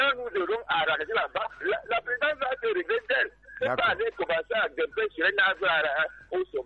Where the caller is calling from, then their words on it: Cameroon; French is a second language; Nous vivons au Cameroun comme nous sommes des étrangers.